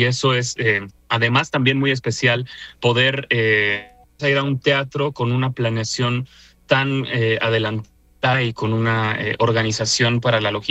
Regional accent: Guanajuato, Mexico; born there; Yo nací en Guanajuato, la ciudad más bonita de México

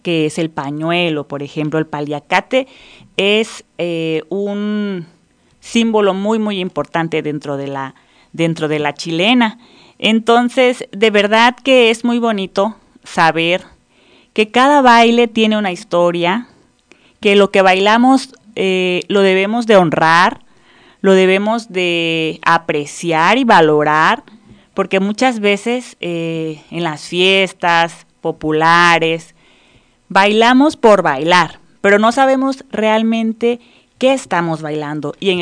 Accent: Costa Chica, Mexico; nuestros paisanos de aquel entonces, nuestros antepasados costeños

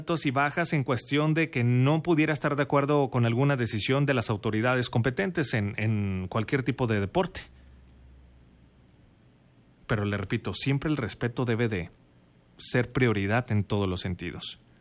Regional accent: Chihuahua, Mexico; Porque todos somos de Chihuahua. ¿Por qué? Porque todos somos mexicanos.

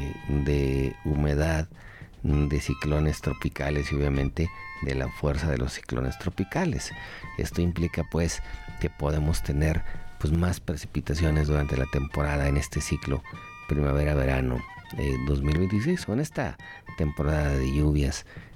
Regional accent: Genaro Codina, Zacatecas, Mexico; En Genaro Corina, ya para mi pueblo, 26.5 milímetros

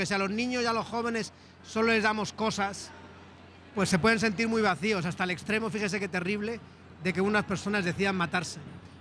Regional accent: Madrid, Community of Madrid, Spain; now in Tegucigalpa, Honduras; Yo soy capitalino, aunque soy de Madrid, pues yo llevo ya muchos años aquí, también me considero de Tegucigalpa

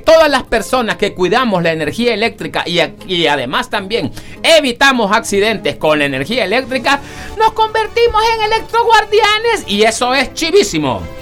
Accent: El Salvador

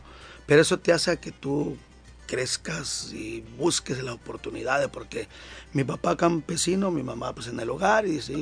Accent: Acapulco, Guerrero, Mexico; donde está el puente, de ahí es mi pueblo querido

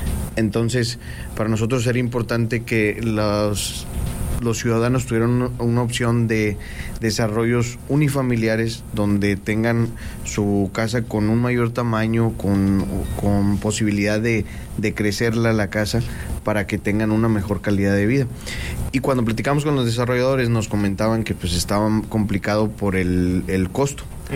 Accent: Salinas Victoria, Nuevo León, Mexico; todos los ciudadanos que somos de Salinas Victoria

